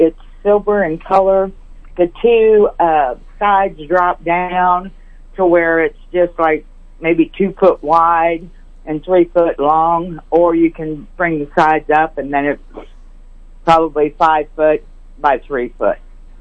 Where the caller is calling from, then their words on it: Concordia, Missouri, United States; Concordia.